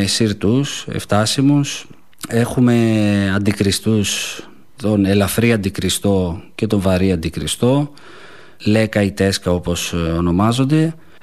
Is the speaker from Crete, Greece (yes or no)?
no; Eastern Macedonia and Thrace, Greece; Ο τόπος μου είναι κάτι το οποίο πρέπει, θεωρώ εγώ, κάθε άνθρωπος να επισκεφτεί